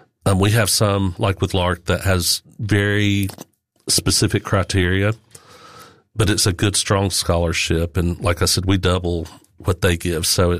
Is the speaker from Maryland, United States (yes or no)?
no; Alabama, United States; she's from Minnesota, I'm from Alabama.